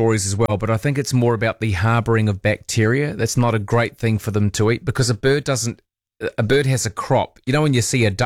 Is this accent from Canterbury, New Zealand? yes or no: yes; Christchurch, Canterbury, New Zealand; Well, it's a silly question you've got to say yes to, isn't it? It's my hometown.